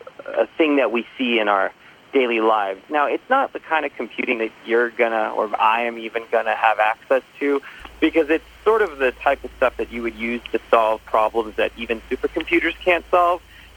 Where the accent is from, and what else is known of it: New York City, New York, United States